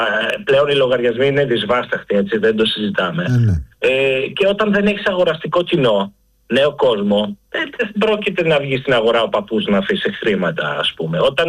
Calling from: Central Greece, Greece; αγαπώ τον τόπο μου, αγαπώ την Βρετανία επίσης όπου και κατάγομαι.

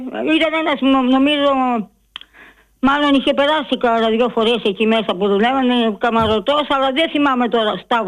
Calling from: Agrinio, Western Greece, Greece; είμαι από το Αγρίνιο και εκεί βάζαμε καπνά.

